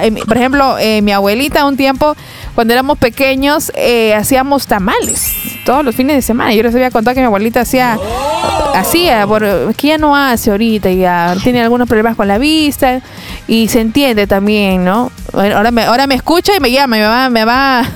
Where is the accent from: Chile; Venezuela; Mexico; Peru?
Peru; born there; Hay cosas muy bonitas, de verdad, que hay que resaltar como peruanos y agradecer sobre todo al Señor por haber nacido en esta hermosa tierra.